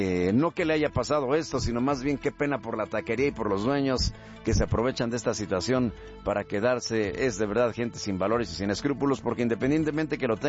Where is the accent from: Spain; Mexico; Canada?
Mexico; Guadalajara, Jalisco; Yo soy de Guadalajara, entonces dije, si es una taquería a la que yo acudí, voy y trato de contactar a la persona para más rápido y ver si puedo llegar a algún acuerdo.